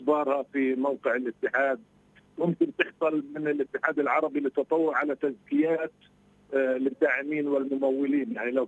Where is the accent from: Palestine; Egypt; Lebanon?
Palestine; وعندنا في فلسطين